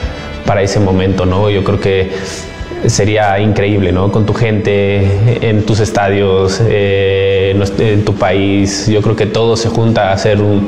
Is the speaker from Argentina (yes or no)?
no; Mexico; el mundial en mi país